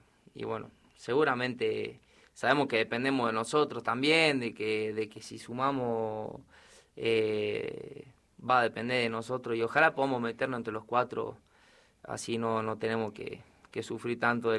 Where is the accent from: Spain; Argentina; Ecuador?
Argentina; Salta; los que somos de Salta